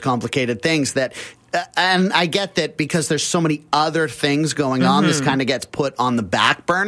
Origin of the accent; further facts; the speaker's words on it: Canada; as a Canadian